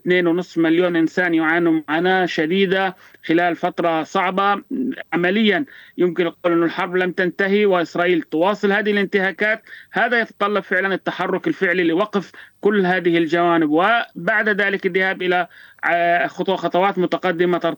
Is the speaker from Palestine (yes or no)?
yes; Palestine; لماذا نحن ننتظر كفلسطينيين؟